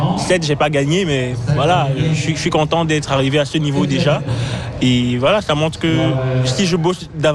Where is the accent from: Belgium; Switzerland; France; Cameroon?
Cameroon; Alors, je viens du Cameroun